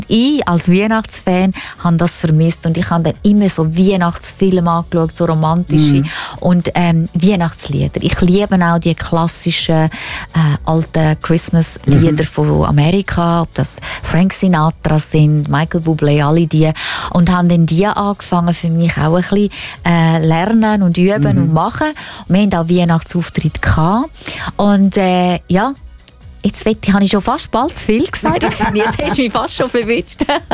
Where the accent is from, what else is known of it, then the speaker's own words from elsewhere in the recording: Davos, Graubünden, Switzerland; Aber ich bin im Bündnerland in Davos aufgewachsen.